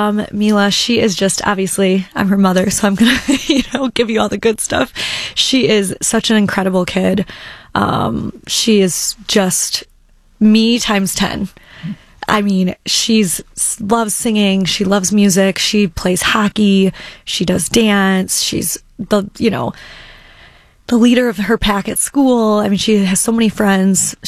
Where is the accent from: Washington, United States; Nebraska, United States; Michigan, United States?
Michigan, United States; Shelby; I grew up in Shelby.